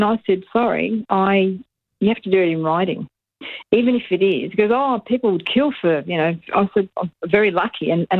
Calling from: Adelaide, South Australia, Australia; I'm in from Adelaide, and I didn't realise. I thought I was speaking to 5AA in Adelaide.

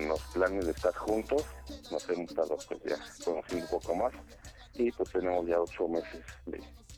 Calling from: Tlalnepantla, State of Mexico, Mexico

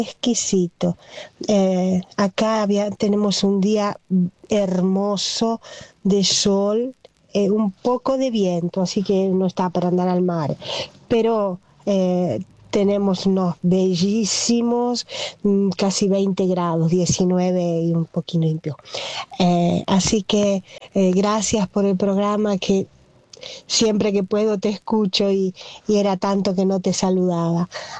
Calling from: Senigallia, Marche, Italy; de Senigallia, de Italia.

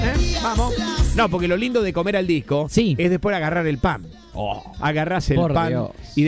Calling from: Bell Ville, Córdoba, Argentina; de Belville. Hola, o de Belville, como quieran llamarles.

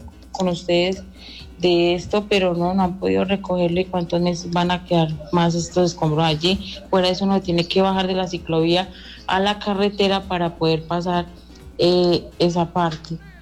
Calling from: Zaragoza, Colombia

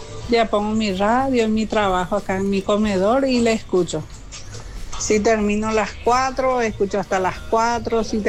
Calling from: Capiatá, Central, Paraguay; soy de Capiatá.

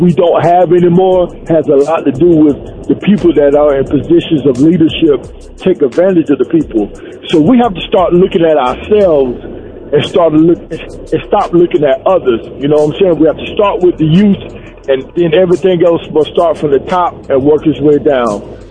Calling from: Florence, South Carolina, United States; I'm calling from Florence, South Carolina.

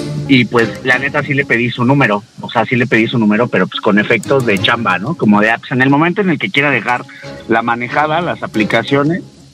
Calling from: Apatlaco, Mexico City, Mexico; Apatlaco, capital del mundo, Diablito, ya sabes.

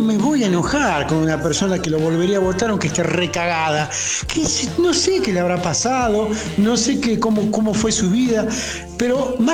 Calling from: González Catán, Buenos Aires Province, Argentina; el pana de Catán

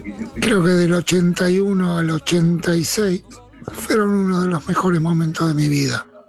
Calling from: Buenos Aires, Argentina

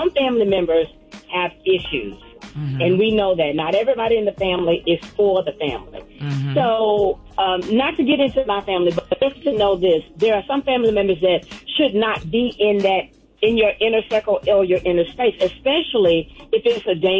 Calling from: Houston, Texas, United States; I'm calling from Houston, Texas.

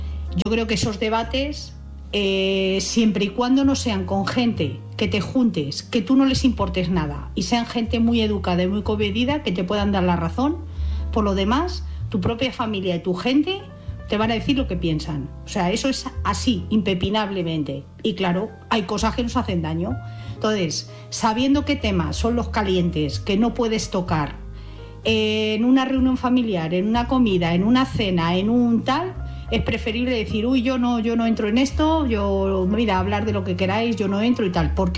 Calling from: Madrid, Community of Madrid, Spain; de Madrid.

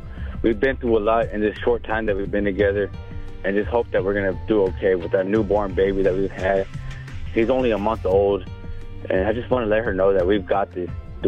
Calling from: San Antonio, Texas, United States; I'm coming from San Antonio, Texas.

